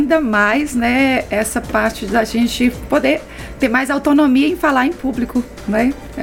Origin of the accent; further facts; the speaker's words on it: Cachoeira de Pajeú, Minas Gerais, Brazil; Eu sou de Cachoeira de Pajeú, sou professora e atualmente atuo como diretora da escola municipal.